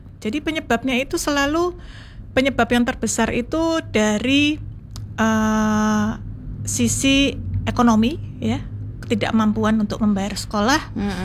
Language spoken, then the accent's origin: Indonesian; Mojokerto, East Java, Indonesia; born there; also born or lived in Jakarta; now in Surabaya, Indonesia; Kalau dulunya saya aslinya dari Mojokerto, Cakning.